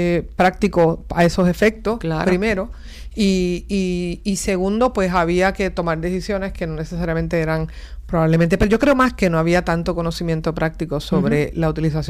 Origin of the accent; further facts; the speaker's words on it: Bayamón, Puerto Rico; Pero yo recuerdo de niña, ¿verdad? Me crié en Bayamón